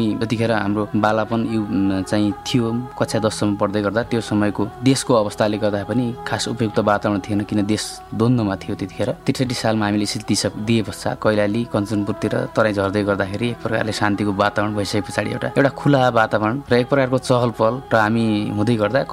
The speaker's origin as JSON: {"language": "Nepali", "area": "Achham", "region": "Sudurpashchim Province", "country": "Nepal", "tie": "born or raised there", "said": "मेरो घर अछाम हो, धेरै मिथकमा बाँचेका छु, कर्णाली प्रदेशका मान्छेहरू"}